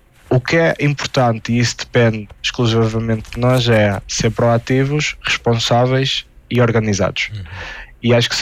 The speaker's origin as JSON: {"language": "Portuguese", "town": "Ponte de Lima", "region": "Norte", "country": "Portugal", "said": "eu, que sou de Ponte Lima"}